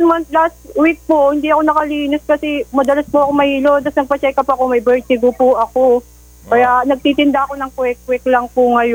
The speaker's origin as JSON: {"language": "Tagalog", "town": "Pasig", "region": "Metro Manila", "country": "Philippines", "tie": "born or raised there", "also_born_or_lived": "Ilocos", "said": "Sa Ilocos po ako pinanganak, pero dito na po kami sa Pasig, lumaki po."}